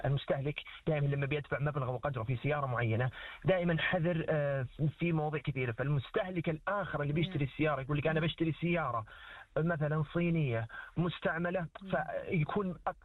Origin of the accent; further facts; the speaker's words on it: Saudi Arabia; موجودة عندنا بالسعودية،